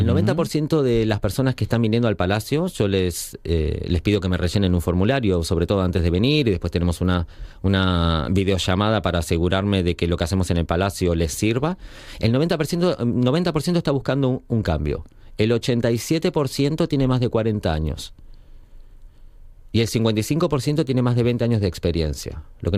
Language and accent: Spanish; Argentina; now in Asturias, Spain; en Argentina tenemos nuestra Patagonia hermosa, también maravillosa, nuestra Pampa